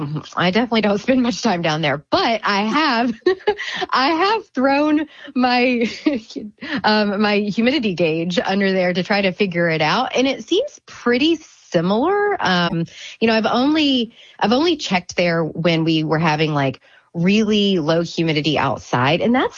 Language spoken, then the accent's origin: English; Long Beach, California, United States; I am from Long Beach, California.